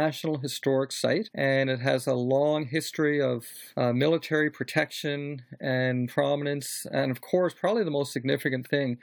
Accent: St. John's, Newfoundland and Labrador, Canada; I grew up in St. John's, and I could see Cabot Tower and Signal Hill from my bedroom window.

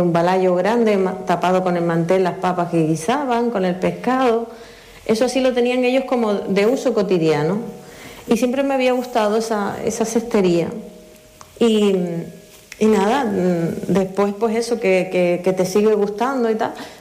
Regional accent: Icod de los Vinos, Canary Islands, Spain; Sí, yo pasé toda mi infancia en Santa Bárbara, en ICO de los Vinos. Pues soy la mayor de cuatro hermanos, una familia muy humilde, que se dedicaba también pues a la agricultura y poco más.

